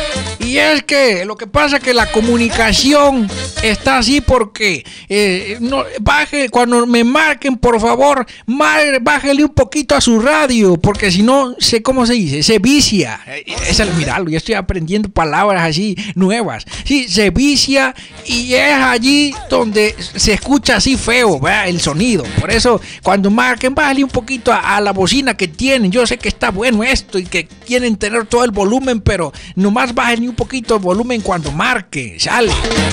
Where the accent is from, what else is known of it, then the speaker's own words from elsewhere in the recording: Tonalá, Chiapas, Mexico; no puede faltar aquí a mi tierra, a mi pueblo, ¿verdad? Aquí donde estamos nosotros en Tonalá